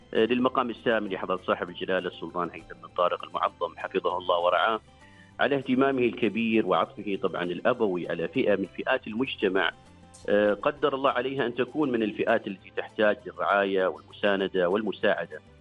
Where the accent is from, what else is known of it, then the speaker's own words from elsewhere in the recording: Oman; عندنا في سلطنة عمان.